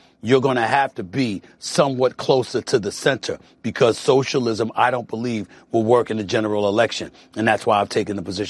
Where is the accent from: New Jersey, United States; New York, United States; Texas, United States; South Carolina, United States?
New York, United States; I'm here to tell you as a New Yorker that Andrew Cuomo, a three-term governor in the state of New York, could have easily handled the job of governing New York City as its mayor.